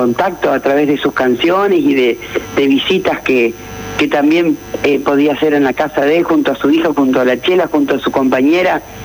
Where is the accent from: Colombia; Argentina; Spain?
Argentina; Santa Fe; Hemos ido a Santo Tomé, a mi pueblo, a Helvecia.